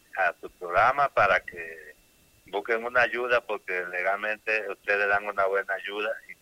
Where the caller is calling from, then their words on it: David, Chiriquí, Panama; Yo estoy llamando de David Chiriquí.